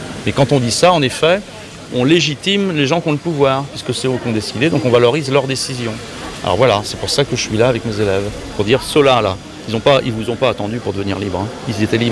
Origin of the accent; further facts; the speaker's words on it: Saint-Laurent-du-Maroni, French Guiana; parce qu'on vient de Saint-Laurent-du-Maroni, à la frontière du Suriname.